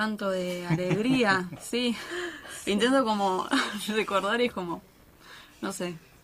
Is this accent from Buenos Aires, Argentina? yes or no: yes; Buenos Aires, Argentina; moved away as an adult; Y yo soy de Buenos Aires. Llegué hace medianamente poco a este territorio. Y también me formé allá, en el oeste, particularmente, en Aedo.